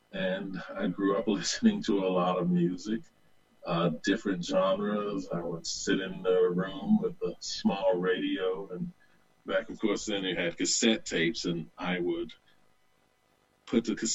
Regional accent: the South, United States; I grew up in a Bible Belt, and it's who I was. It's who I continue to be in many ways.

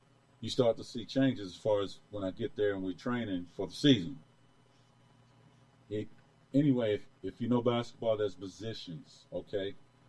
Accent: Greensboro, North Carolina, United States; moved away as an adult; now in California, United States; And I'm from North Carolina, by the way, Greensboro.

